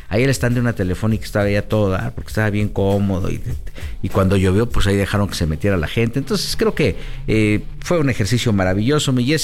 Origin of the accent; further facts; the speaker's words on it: Mexico; Y luego para sentirse orgullosos como mexicanos.